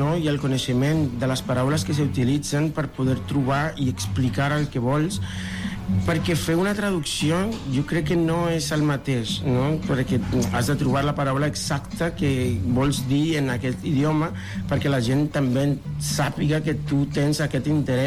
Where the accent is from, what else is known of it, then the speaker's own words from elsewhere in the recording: Mexico; Catalan is a second language; moved away as an adult; now in Barcelona, Spain; jo soc mexicà, visc aquí fa 12 anys